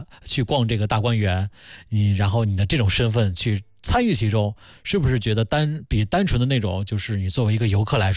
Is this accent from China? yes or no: yes; Hebei, China